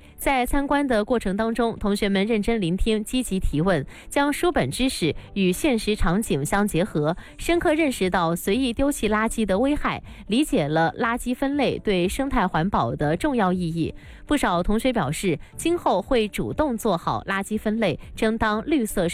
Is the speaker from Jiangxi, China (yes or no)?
no; Guangdong, China; 我们广东人